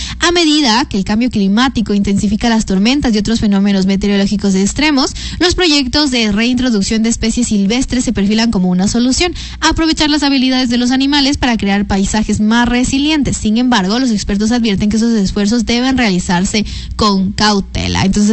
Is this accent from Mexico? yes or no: no; Ecuador; nos distingue como ecuatorianos, tal vez como latinoamericanos un poco.